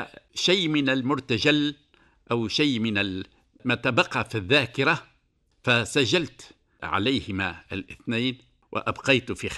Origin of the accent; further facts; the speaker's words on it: Tunisia; احنا في تونس نقولوا استخبار